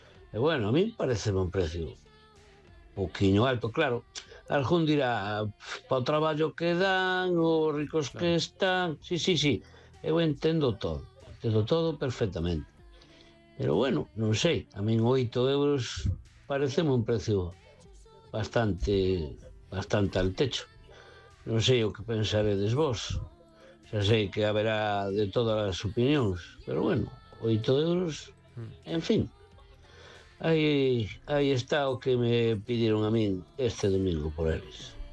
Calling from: A Coruña, Galicia, Spain; de Coruña.

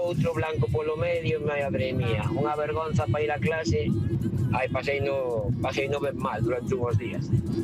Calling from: A Coruña, Galicia, Spain; Bons días, equipo … da Coruña.

